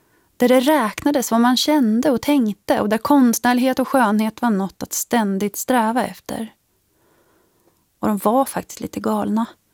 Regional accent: Katrineholm, Södermanland, Sweden; born there; Jag är född i Katrineholm som är en liten fabriks- och industristad. På många sätt en typisk svensk mellanstor stad.

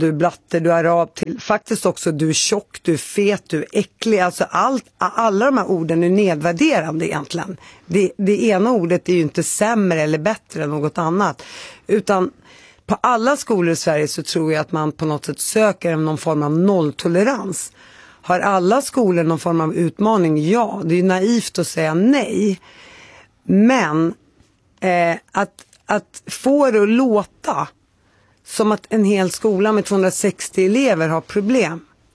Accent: Palestine

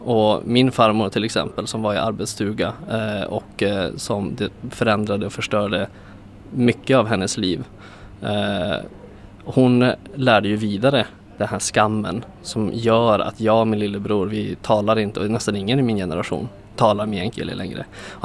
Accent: Umeå, Västerbotten County, Sweden; now in Gothenburg, Sweden; Jag som är född och uppvuxen i Umeå, men har tillbringat väldigt mycket tid i min släkt, hos min släkt i Tornedalen, har ju som ett perspektiv att vara från båda världarna hela min liksom, uppväxt.

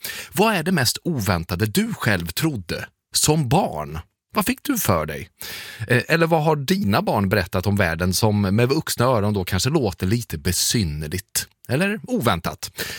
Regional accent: Munkfors, Värmland, Sweden; Det fanns ju inga i Munkfors där jag växte upp.

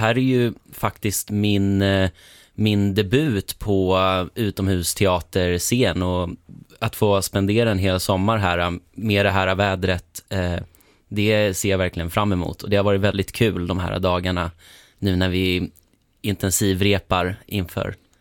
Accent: Gustavsberg, Stockholm County, Sweden; moved away as an adult; also born or lived in Skåne; now in Blekinge, Sweden; jag är ju från Gustavsberg utanför Stockholm. Mm. Så ja, sen har jag bott i Skåne i 5 år

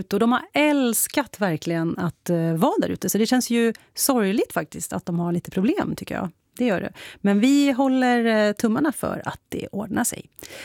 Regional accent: Södertälje, Stockholm County, Sweden; moved away as an adult; now in Uppsala, Sweden; jag är ju inte född och uppvuxen i Uppsala. Jag är ju från Södertälje från början. Men jag har ju bott här nu i 8 år

